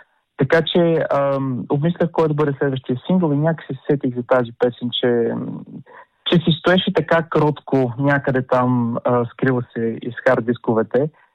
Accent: Burgas, Burgas Province, Bulgaria; now in London, United Kingdom; да съм си в България, разбира се август месец, тъй като аз съм родом от Бургас.

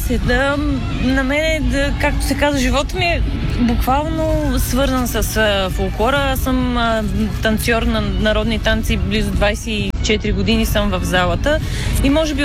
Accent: Sandanski, Blagoevgrad Province, Bulgaria; От Сандански съм родом и живея там.

